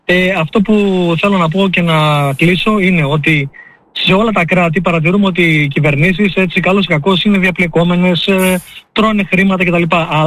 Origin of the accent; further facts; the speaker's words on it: Katerini, Central Macedonia, Greece; Η καταγωγή μου είναι από Πιερία, Κατερίνα.